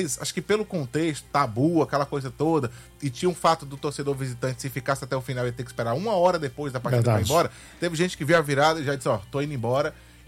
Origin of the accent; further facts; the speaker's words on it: Maranguape, Ceará, Brazil; eu que sou de Maranguape